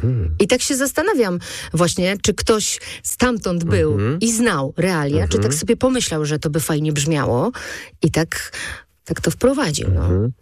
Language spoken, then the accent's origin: Polish; Radzyń Podlaski, Lublin Voivodeship, Poland; pochodzę z Rdzenia Podlaskiego.